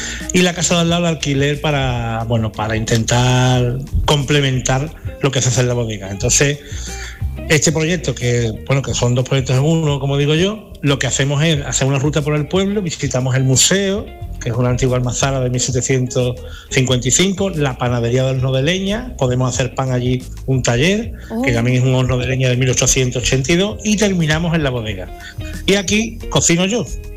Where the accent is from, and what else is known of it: San Fernando, Andalusia, Spain